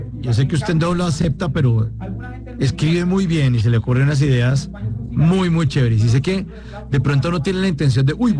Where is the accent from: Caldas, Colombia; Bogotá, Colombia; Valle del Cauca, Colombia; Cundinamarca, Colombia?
Bogotá, Colombia; now in Medellín, Colombia; Yo soy bogotano y estoy viviendo en Medellín.